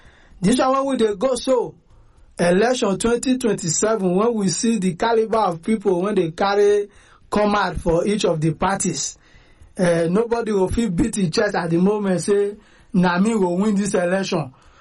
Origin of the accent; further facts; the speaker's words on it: Nigeria